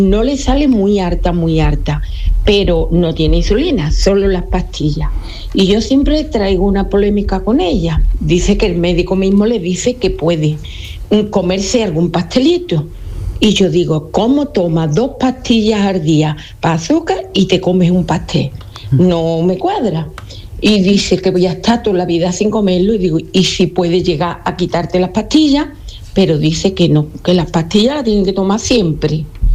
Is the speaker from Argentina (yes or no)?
no; Dos Hermanas, Andalusia, Spain